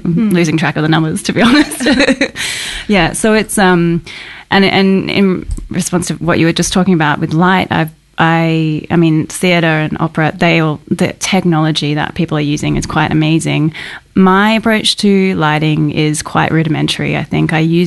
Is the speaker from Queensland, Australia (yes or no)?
yes; Brisbane, Queensland, Australia; moved away; I'm actually from Brisbane as well.